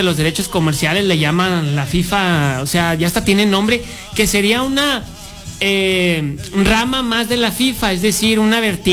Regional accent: Mexico

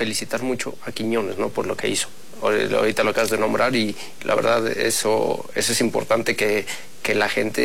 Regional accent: Mexico; Seguimos siendo mexicanos.

